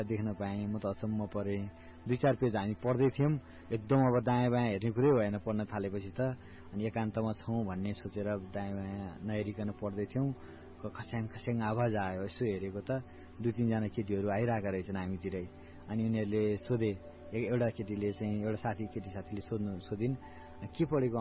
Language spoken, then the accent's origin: Nepali; Chitwan, Bagmati, Nepal; हाम्रो चितवनमा